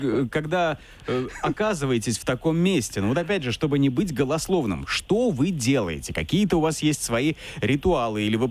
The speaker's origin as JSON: {"language": "Russian", "region": "Volga region", "country": "Russia", "said": "Это я просто вам как волжанин тоже говорю. И тоже бывал за Волгой."}